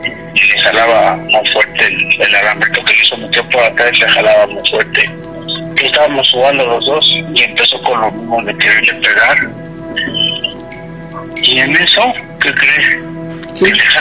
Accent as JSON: {"language": "Spanish", "region": "Mexico City", "country": "Mexico", "said": "Mi abuelito nos llevaba a las luchas aquí a la colisión, pero nosotros somos aquí de Tepito."}